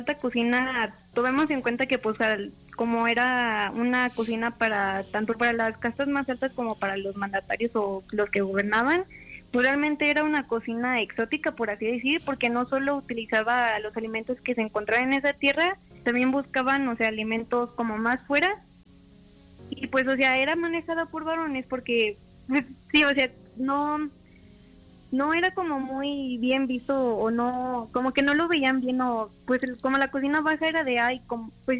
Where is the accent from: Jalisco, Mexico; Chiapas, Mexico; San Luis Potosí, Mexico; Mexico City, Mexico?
San Luis Potosí, Mexico; en la dieta de todos los que hoy en día somos mexicanos y potosinos.